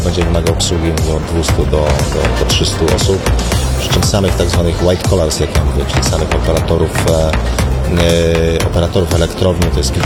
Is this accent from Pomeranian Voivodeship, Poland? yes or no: yes; Pomeranian Voivodeship, Poland; jestem tą Pomorzaninem. Nie urodziłem się w Gdańsku, ale jestem z Pomorza i doceniam walory tej części polskiej.